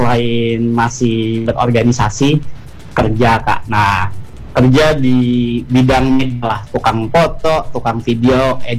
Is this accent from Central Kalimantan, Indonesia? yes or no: yes; Central Kalimantan, Indonesia; Kalau aku, karena aku dari Kalteng, jadi aku masuknya ke PCMI Kalteng Kak.